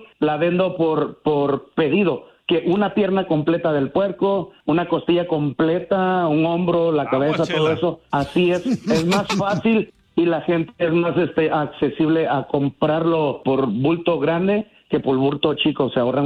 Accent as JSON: {"language": "Spanish", "region": "Veracruz", "country": "Mexico", "said": "Yo me vine de Veracruz hace mucho tiempo, muchos años."}